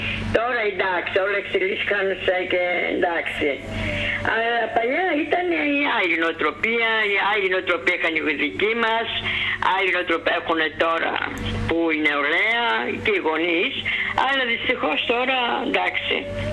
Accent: Central Macedonia, Greece; born there

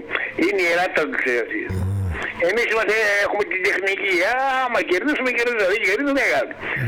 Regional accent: Greece; για το μικρό Παρίσι και το Σουμπίκι, το χωριό μου.

